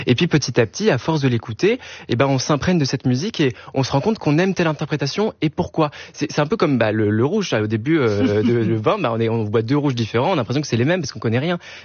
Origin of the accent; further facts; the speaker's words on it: Lille, Hauts-de-France, France; moi, je viens de Lille